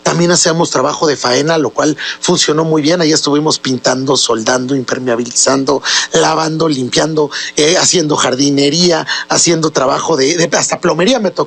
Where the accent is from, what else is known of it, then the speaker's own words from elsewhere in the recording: Puebla, Mexico; Yo soy poblano, Rafa, tú lo sabes, aquí nací, aquí me crié en el centro histórico, toda mi vida prácticamente la he hecho en Puebla y estoy criando hoy a mi hijo como padre soltero en Puebla.